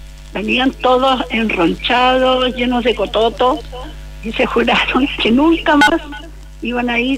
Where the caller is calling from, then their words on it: Chile; yo soy de acá de la vía Oquinco.